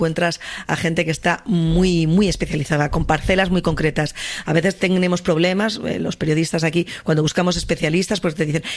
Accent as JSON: {"language": "Spanish", "country": "Spain", "said": "sonreído cuando he dicho que era española. Nunca jamás me han puesto mala cara."}